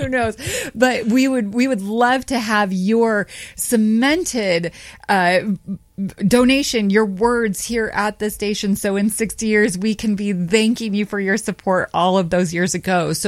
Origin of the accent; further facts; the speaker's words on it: Midwest, United States; now in Austin, United States; I'm a Midwesterner. It gets cold up there.